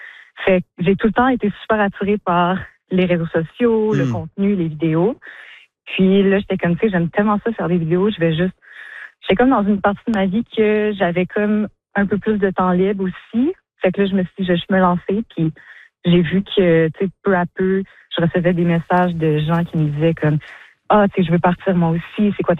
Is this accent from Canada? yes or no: yes; Quebec, Canada; mais tu sais, je me sens très québécoise, puis du Québec, mais c'est ça.